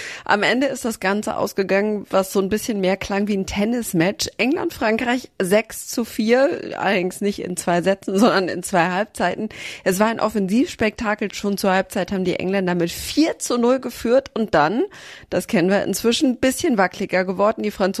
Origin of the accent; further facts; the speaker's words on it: Germany; Ich habe mit vielen gesprochen, die immer gesagt haben, wo kommst du denn her? Und dann habe ich gesagt, Deutschland.